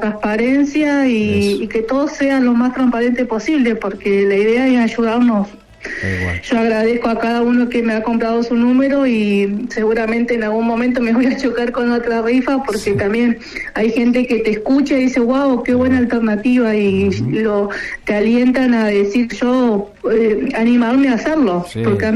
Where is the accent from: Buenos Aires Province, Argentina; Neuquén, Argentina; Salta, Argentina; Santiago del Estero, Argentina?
Neuquén, Argentina; San Martín de los Andes; yo soy nacida y criada en San Martín de los Andes